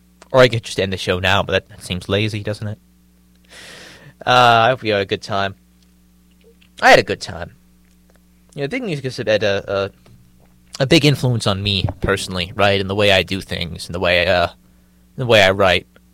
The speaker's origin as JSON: {"language": "English", "town": "Rockville", "region": "Maryland", "country": "United States", "moved": "yes", "said": "I come from Rockville, and Rockville's got a pretty high Asian population."}